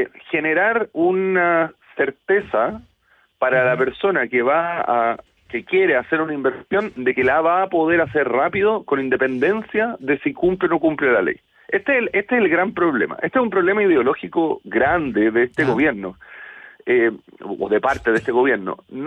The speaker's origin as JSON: {"language": "Spanish", "country": "Chile", "said": "creo que como cualquier chileno"}